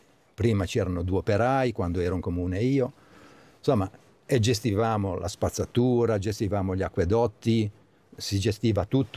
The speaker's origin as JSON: {"language": "Italian", "town": "Vobbia", "region": "Liguria", "country": "Italy", "tie": "born or raised there", "said": "sono nato a Vobbia 73 anni fa, ho sempre vissuto a Vobbia."}